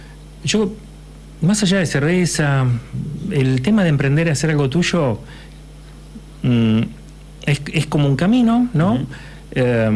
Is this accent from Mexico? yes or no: no; Argentina; en Argentina estamos pasando un momento complicado.